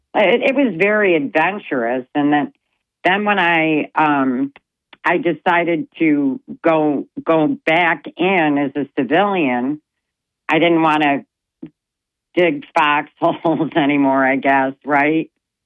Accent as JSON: {"language": "English", "town": "Rochester", "region": "New York", "country": "United States", "tie": "born or raised there", "moved": "as an adult", "said": "I grew up in Rochester, New York. And then I went in the military right after high school."}